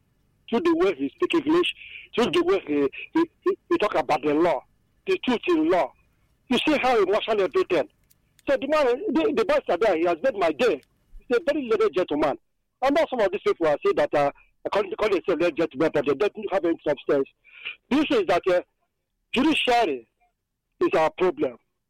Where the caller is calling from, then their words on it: Anambra, Nigeria; I come from Buka in Anambra State.